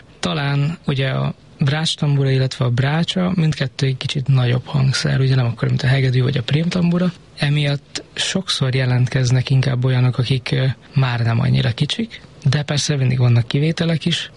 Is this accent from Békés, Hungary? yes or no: yes; Szarvas, Békés, Hungary; hogyha én mondjuk otthonról jövök Szarvasról